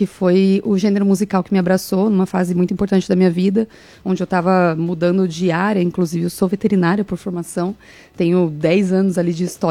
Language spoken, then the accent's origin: Portuguese; São Paulo, Brazil; moved away as an adult; also born or lived in Alagoas; now in Região dos Lagos, Brazil; eu sou de São Paulo, na verdade. Eu tô aqui na região dos Lagos agora, vai fazer 4, 5 anos por aí.